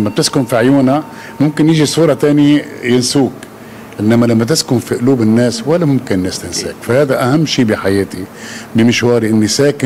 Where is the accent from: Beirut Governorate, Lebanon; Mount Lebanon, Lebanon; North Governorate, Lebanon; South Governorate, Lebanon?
North Governorate, Lebanon; Tripoli; أنا طرابلس لبنان